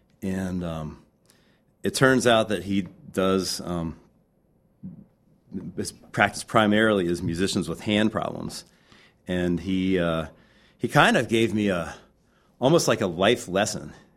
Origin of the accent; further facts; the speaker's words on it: Virginia, United States; And I met him at a restaurant in Virginia Beach. I grew up in Virginia when I was 16 years old.